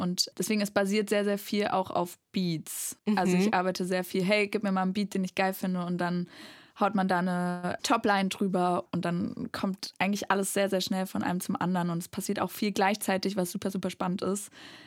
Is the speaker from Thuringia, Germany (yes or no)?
yes; Erfurt, Thuringia, Germany; ich halt in Erfurt aufgewachsen.